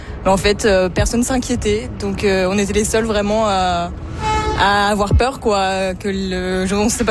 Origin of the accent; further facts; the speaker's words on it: Paris, Île-de-France, France; Alors moi je viens de Paris et c'est pas la même chose les tempêtes.